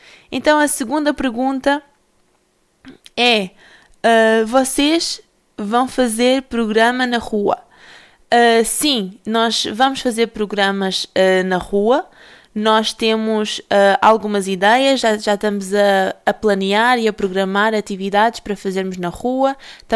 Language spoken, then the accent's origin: Portuguese; Portugal; now in Pinhel, Portugal; Eu sou portuguesa